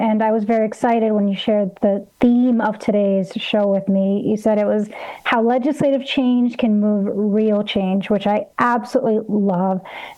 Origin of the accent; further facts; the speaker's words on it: Los Angeles, California, United States; My family actually, so I grew up in Los Angeles.